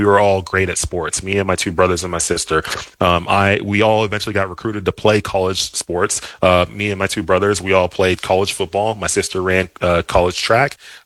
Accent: Dallas, Texas, United States; So anyways, you know, I grew up in Dallas, Texas. Both of my parents immigrated from Nigeria to the U.S.

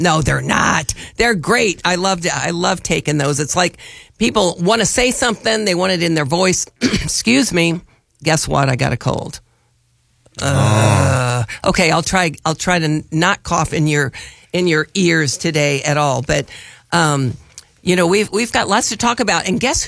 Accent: Illinois, United States; when I grew up in Illinois, that's about the only vacation that my family took, because it's about the only vacation they could afford.

